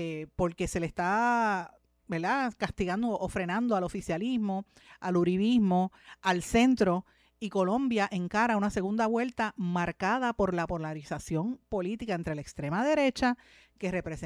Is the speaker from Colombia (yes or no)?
no; Puerto Rico